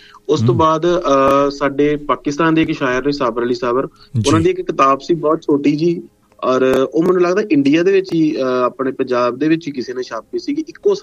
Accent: Gujja Veer, Punjab, India; now in Amritsar, India; ਮੈਂ ਭਾਜੀ ਐਕਚੁਅਲੀ ਹੁਣ ਮੈਂ ਇਸ ਟਾਈਮ ਅੰਮ੍ਰਿਤਸਰ ਰਹਿ ਰਿਹਾ, ਲੇਕਿਨ ਬੇਸਿਕਲੀ ਮੇਰਾ ਪਿੰਡ ਜਿਹੜਾ ਵਾ ਉਹ ਅੰਮ੍ਰਿਤਸਰ ਦੇ ਬਿਲਕੁਲ ਕੋਲ ਅਜਨਾਲਾ ਕਸਬਾ ਹੈ, ਉਹਦੇ ਲਾਗੇ ਸਾਡਾ ਪਿੰਡ ਗੁੱਜਾ ਵੀਰ ਆ, ਛੋਟਾ ਜਿਹਾ ਪਿੰਡ ਆ

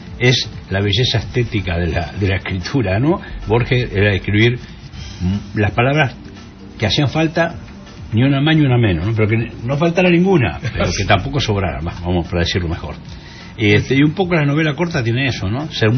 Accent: Pehuajó, Buenos Aires Province, Argentina; Yo soy de Pehuajó, un pueblo del oeste de la provincia de Buenos Aires. Un pueblo en el corazón de la pampa húmeda, ¿no? De pueblo, bien de pueblo.

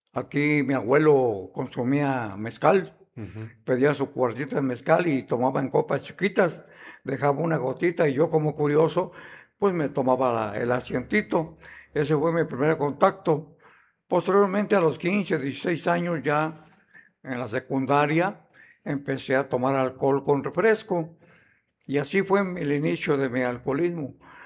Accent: Asunción Nochixtlán, Oaxaca, Mexico; Yo soy de acá de la Mixteca, de Nochitlán.

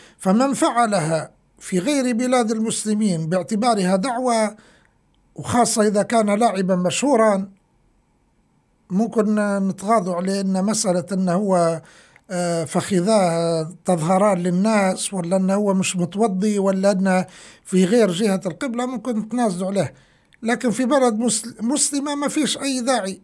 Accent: Libya; accent: Libyan; والله واحد جايب سطل بغلي بلهجتنا الليبية يعني دلو من الاسمنت

